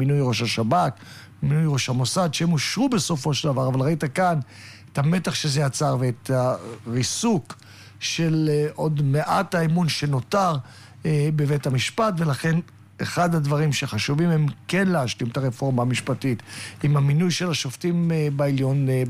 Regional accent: Holon, Tel Aviv District, Israel; אגב, אני מכיר לא מעט משפחות, במיוחד במקום שאני גדלתי, בו אני גדלתי בחולון, בשכונת תל גיבורים

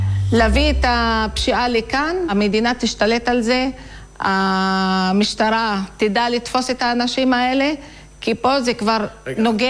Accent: Umm al-Fahm, Haifa District, Israel; moved away as an adult; now in Katzir, Israel; אני מאום אל-פחם במקור.

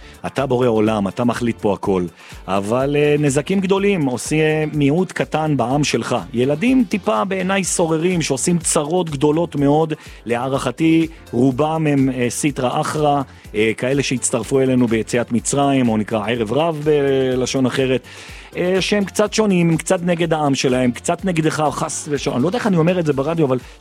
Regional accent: Jerusalem, Jerusalem District, Israel; אני לא כזה דתי גדול בשביל להבין מה אני מדבר, אבל אני ירושלמי

